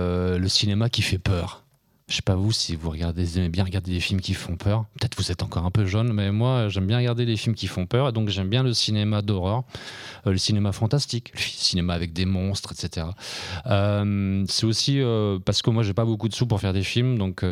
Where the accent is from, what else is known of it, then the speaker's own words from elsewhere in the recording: Bourg-en-Bresse, Auvergne-Rhône-Alpes, France; moi j'ai fait des études à Bourg-en-Bresse, je suis né à Bourg-en-Bresse.